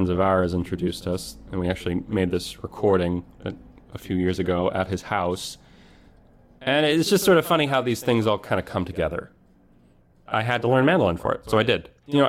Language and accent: English; Texas, United States; moved away; growing up in Texas, I didn't get to look at snow that often.